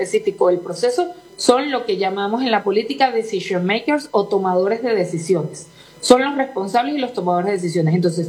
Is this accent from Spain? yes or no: no; Venezuela; como decimos en mi país, no somos chéveres, no son un gajito de mango.